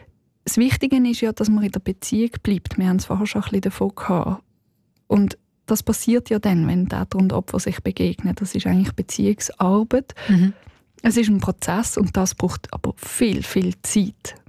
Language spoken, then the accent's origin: German; Switzerland; Das gibt es auch bei uns in der Schweiz im Kleinen.